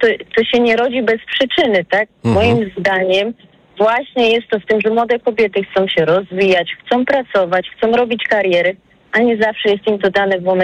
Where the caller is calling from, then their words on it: Ciechocinek, Kuyavian-Pomeranian Voivodeship, Poland; z Ciechocinka, mam 41 lat